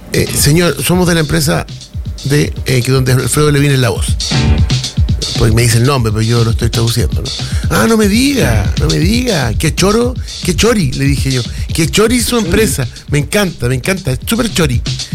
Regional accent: Valparaíso, Chile; Soy de Valparaíso.

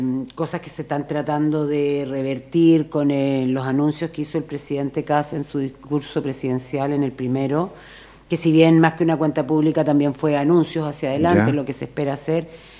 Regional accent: Chillán, Ñuble, Chile; also born or lived in Santiago / Concepción / Coyhaique; Mi vida me ha desplazado por muchas regiones. Nací en Santiago, viví en Ñuble, estudié en Chillán en el colegio, en Concepción en la universidad, después me fui a Coyhai, que estuve casi 40 años allá, 30 y algo.

